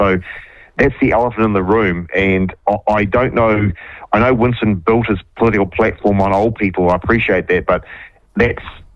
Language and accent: English; Waikato, New Zealand; I'm from the Waikato originally